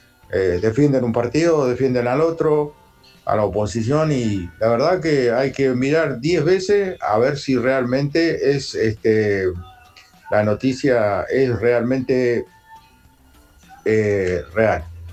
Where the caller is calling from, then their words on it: Cutral Có, Neuquén, Argentina; de Cutralcó.